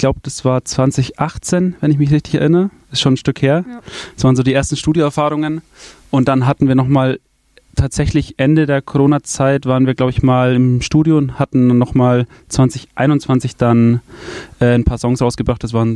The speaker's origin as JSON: {"language": "German", "town": "Neumarkt in der Oberpfalz", "region": "Bavaria", "country": "Germany", "said": "Also wir kommen eigentlich aus Neumarkt in der Oberpfalz, haben schon ein paar Mal auch gespielt in Nürnberg"}